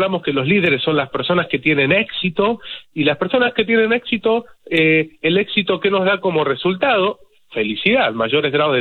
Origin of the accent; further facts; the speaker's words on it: Argentina; me gusta el fútbol como argentino que soy